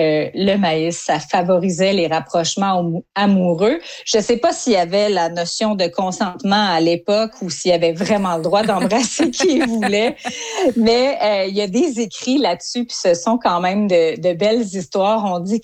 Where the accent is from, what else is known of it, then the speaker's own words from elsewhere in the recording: Saint-Guillaume, Quebec, Canada; Moi, je viens de Saint-Guillaume, au centre du Québec.